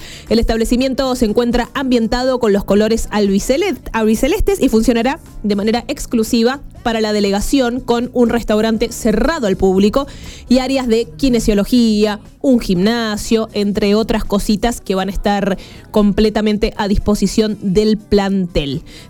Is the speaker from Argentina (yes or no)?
yes; Argentina; Porque somos argentinos